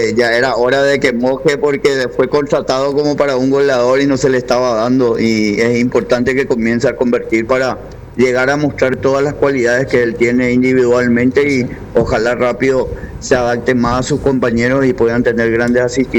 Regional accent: Paraguay; Somos paraguayos, somos representantes de esta gran nación

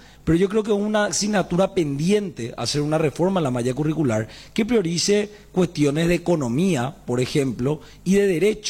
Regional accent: Asunción, Paraguay; Yo soy asunceno y soy candidato a concejal

